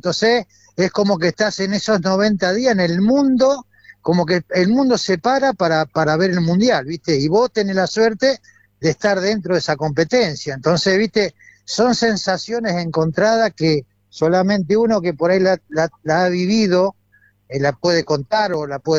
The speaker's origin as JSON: {"language": "Spanish", "country": "Argentina", "said": "a lo mejor que nos puede haber pasado como argentino"}